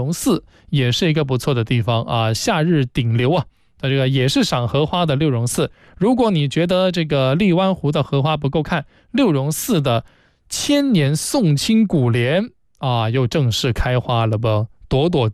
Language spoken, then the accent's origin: Chinese; Guangdong, China; 也有我们老广人哈，有评价了这个八个好去处